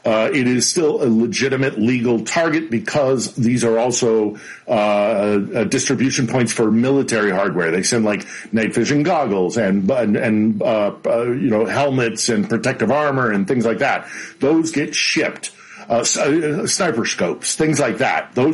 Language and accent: English; United States; as an American